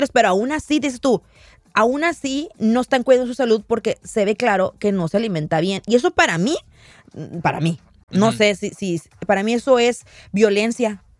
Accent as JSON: {"language": "Spanish", "country": "Mexico", "said": "tú y yo somos mexicanos, güey. Estamos acostumbrados a pan."}